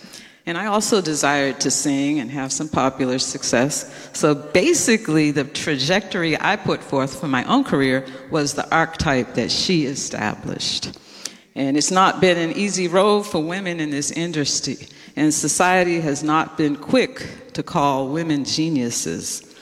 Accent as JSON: {"language": "English", "region": "East Coast", "country": "United States", "said": "While she was from the West Coast and I was from the East Coast, we had things in common."}